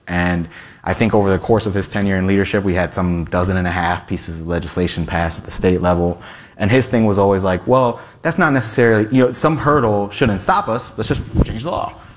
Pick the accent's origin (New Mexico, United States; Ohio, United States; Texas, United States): Ohio, United States; So I grew up on Stockyards neighborhood, west side of town, West 70th and Clark, 69 block of Clark. My family moved here from the 90s and from Puerto Rico.